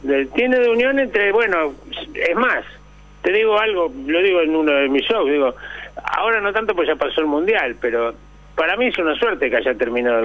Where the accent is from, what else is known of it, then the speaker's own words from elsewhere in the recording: Argentina; somos argentinos, hinchamos por Argentina